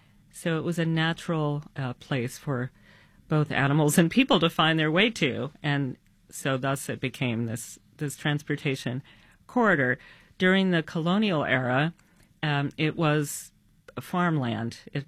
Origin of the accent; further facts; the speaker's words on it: New York, United States; Oh, well, I'm a New Yorker